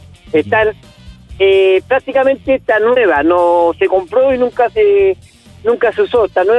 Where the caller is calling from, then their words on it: Hualpén, Biobío, Chile; De lo alto de Hualpén.